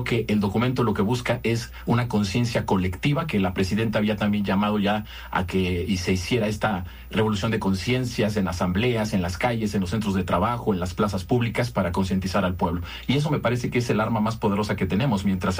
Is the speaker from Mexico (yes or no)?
yes; Mexico; los que somos ciudadanos mexicanos.